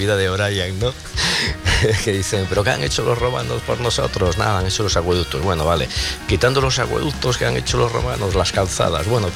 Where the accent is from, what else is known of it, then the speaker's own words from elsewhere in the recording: Cantabria, Spain; born there; Castellano de origen, sí. Yo soy cántabro.